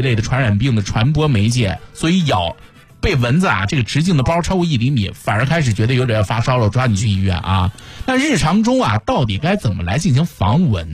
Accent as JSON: {"language": "Chinese", "country": "China", "said": "那我们中国人啊来测试我们的 DNA 这样的一个炎黄子孙属性"}